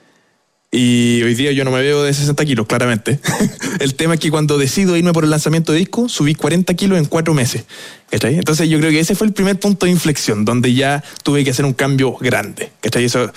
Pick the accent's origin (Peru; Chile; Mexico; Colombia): Chile; Santiago, Santiago Metropolitan Region; no hay nada como la casa acá en Chile, en Santiago